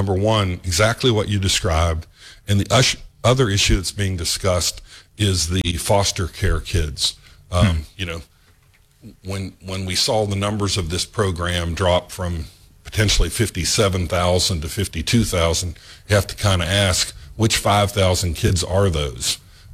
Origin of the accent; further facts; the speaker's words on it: Morgantown, West Virginia, United States; born there; I came from Morgantown High.